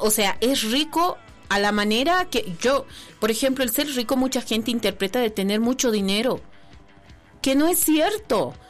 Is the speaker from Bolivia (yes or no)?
yes; Bolivia; solo somos uno más, un boliviano más